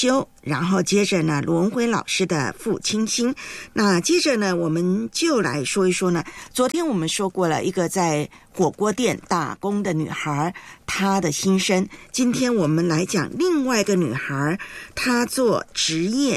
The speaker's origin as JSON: {"language": "Chinese", "country": "Taiwan", "tie": "born or raised there", "moved": "yes", "said": "我的家乡高山乌龙茶"}